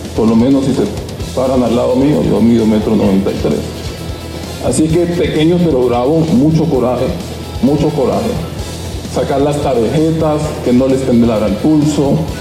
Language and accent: Spanish; El Salvador; como somos todos los salvadoreños.